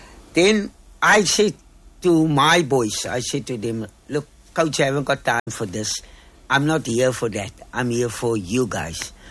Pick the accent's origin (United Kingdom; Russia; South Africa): South Africa; Atlantis, Western Cape; Okay, firstly, I grew up in Atlantis.